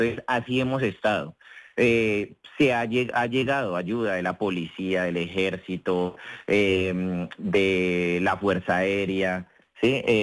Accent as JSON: {"language": "Spanish", "country": "Colombia", "said": "aquí estamos en Colombia unida, somos colombianos"}